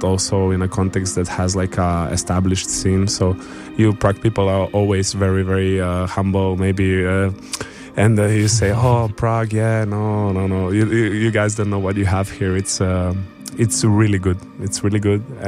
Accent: Slovenian Littoral, Slovenia; now in Ljubljana, Slovenia; Originally, I'm from the Slovenian coast

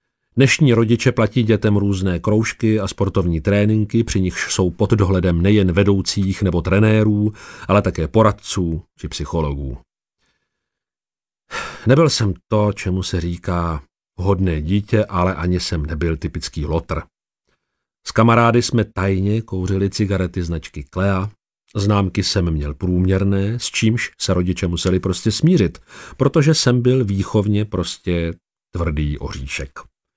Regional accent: Tišnov, South Moravian Region, Czechia; also born or lived in Brno

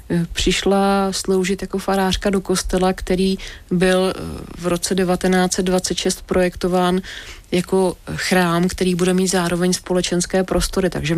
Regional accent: Nymburk, Central Bohemian Region, Czechia; born there; narodila jsem se v Nymburce

